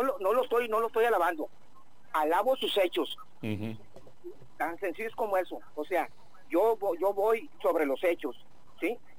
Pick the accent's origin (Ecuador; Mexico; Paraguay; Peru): Mexico; Monterrey, Nuevo León; en mi pueblo, en la ciudad de Monterrey, sí, nunca falta el agua en un año.